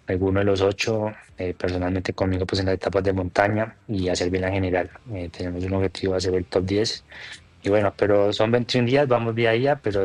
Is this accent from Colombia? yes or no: yes; Huila, Colombia; A que la gente conozca la región de donde nací, de donde vengo. Es una región muy linda, el departamento de Huila, el sur de Colombia.